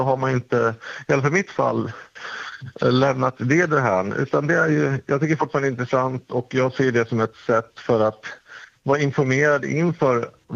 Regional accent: Sweden; jag är svensk. Och jag skulle se det som att fast jag bor utomlands så är ändå, jag är svensk och det är svensk pass och svensk nationalitet.

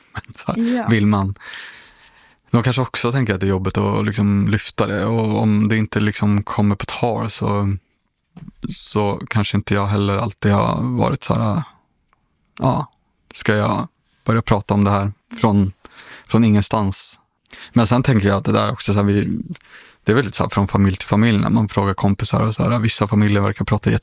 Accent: Sweden; now in Stockholm, Sweden; jag har liksom aldrig känt att jag inte ska berätta att jag är same när jag rör mig i HBTQI-kretsar.

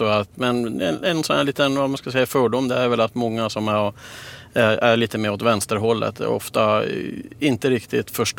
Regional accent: Kiruna, Norrbotten County, Sweden; Jag är ju född och uppvuxen i Kiruna.

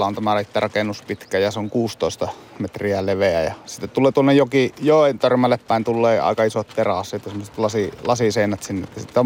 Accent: Torne Valley, Lapland, Finland; moved away; olen täältä Tornionjokilaaksosta olen kotoisin, niin nyt pitkän aikaan niin olen tullut tänne takaisin

